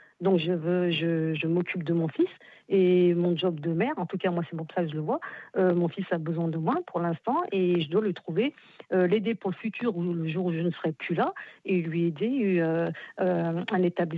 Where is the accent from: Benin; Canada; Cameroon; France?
France; born there; Moi, je suis née en France.